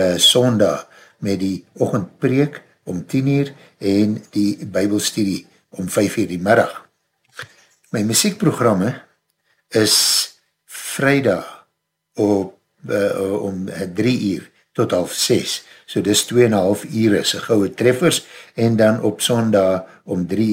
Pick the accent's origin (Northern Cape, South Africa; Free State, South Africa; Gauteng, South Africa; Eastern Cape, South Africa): Northern Cape, South Africa; Kimberley; van Kimberley en ek saai uit op die stasie waar ons nie sag kook nie en waar ons jou deeg beweeg.